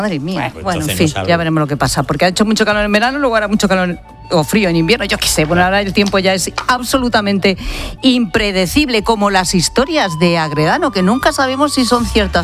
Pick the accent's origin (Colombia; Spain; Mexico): Spain; Castile and León; hoy es la fiesta de mi pueblo, ¡hombre! De María de Aliste, ¿sí? Zamora